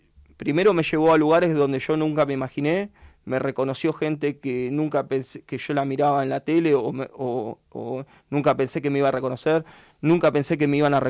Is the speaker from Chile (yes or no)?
no; Isla Jordán, Argentina; yo vengo de la Isla Jordán, papá